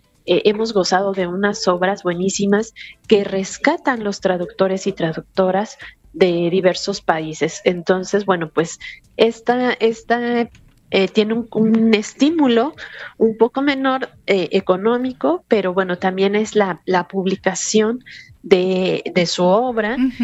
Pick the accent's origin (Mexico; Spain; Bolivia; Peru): Mexico; como mexicana tengo que apoyar a México